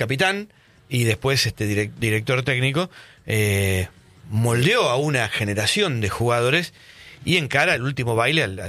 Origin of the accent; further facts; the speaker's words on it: Argentina; Nosotros como argentinos queremos y creemos que Argentina puede pelear el torneo.